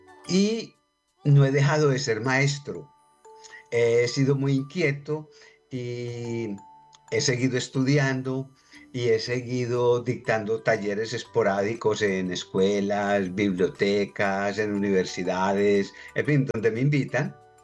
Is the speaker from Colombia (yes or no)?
yes; Colombia; Soy un maestro colombiano, jubilado.